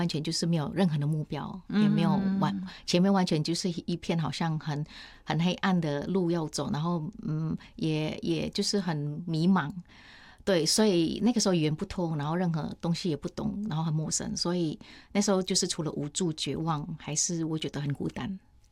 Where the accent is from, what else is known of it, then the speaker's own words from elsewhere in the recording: Indonesia; Chinese is a second language; now in Taiwan; 对，没错没错，感觉是回印尼是度假的啊，